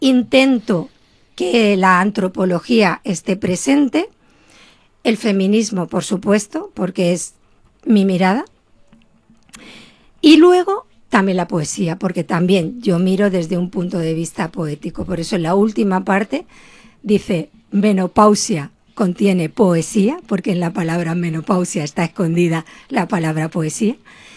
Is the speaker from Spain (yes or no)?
yes; Leganés, Community of Madrid, Spain; Y como yo soy de Leganés, he vivido muchísimos años ahí.